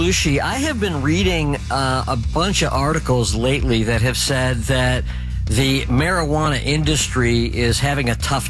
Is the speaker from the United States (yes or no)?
yes; Chicago, Illinois, United States; Jim, I'm from Chicago, too.